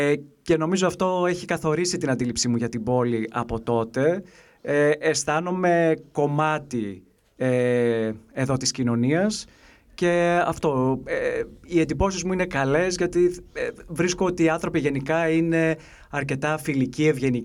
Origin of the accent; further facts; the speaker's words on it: Serres, Central Macedonia, Greece; moved away as an adult; also born or lived in Thessaloniki / United States / Germany; now in Vienna, Austria; Είμαι από Σέρες, όπου εκεί πέρασα και τα παιδικά μου χρόνια. Σπούδασα και στην Ελλάδα, στη Θεσσαλονίκη. Και αργότερα από εκεί και πέρα, εδώ και 20-22 χρόνια